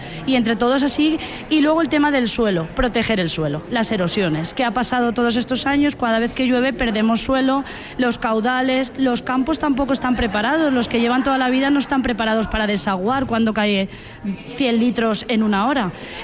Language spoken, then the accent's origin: Spanish; Valencia, Valencian Community, Spain; de Valencia, presidenta de del País Valencia, de FADEMUR.